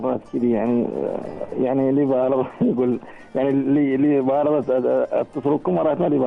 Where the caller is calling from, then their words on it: Oman; يعني في أجواء حارة في أجواء باردة في عندنا في سلطنة عمان